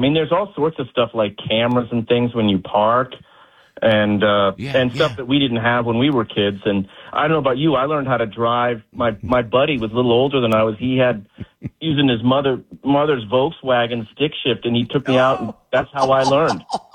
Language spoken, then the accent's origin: English; Boston, Massachusetts, United States; And when I grew up in Boston, you know, I didn't have a car. I had a bike.